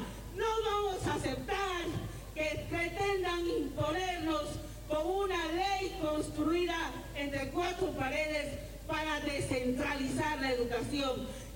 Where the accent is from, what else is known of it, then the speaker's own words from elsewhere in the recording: Bolivia; Como bolivianos no podemos aceptar aquello.